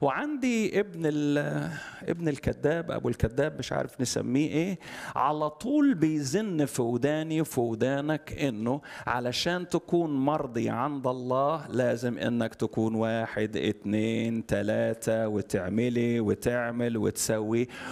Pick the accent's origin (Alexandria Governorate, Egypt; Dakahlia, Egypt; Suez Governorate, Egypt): Alexandria Governorate, Egypt; Alexandria; also born or lived in Upper Egypt; أنا اسكندراني صعيدي، بس اسكندراني.